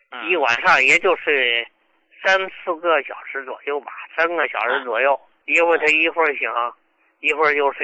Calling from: Hebei, China; 哎呀，胡老师，我是河北的，可是你的老朋友了呀。

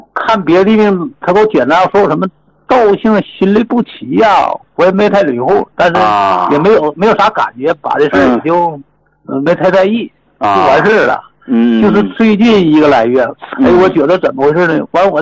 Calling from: Shenyang, Liaoning, China; 我家是沈阳的，沈阳沈河区的。

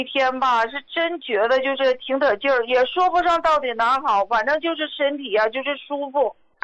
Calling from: Daqing, Heilongjiang, China; 胡老师啊，我是大庆的。

